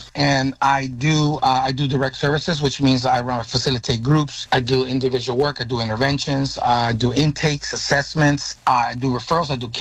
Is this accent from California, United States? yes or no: yes; San Francisco, California, United States; I grew up in Potrero Hill in the Mission District.